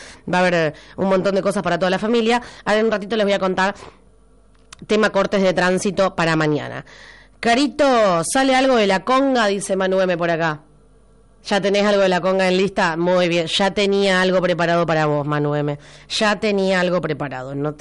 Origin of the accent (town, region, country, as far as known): Argentina